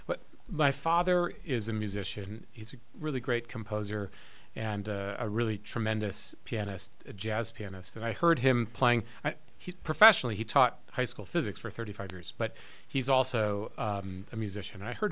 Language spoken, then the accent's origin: English; Chicago, Illinois, United States; I was born in Chicago. I grew up mostly in suburban Chicago.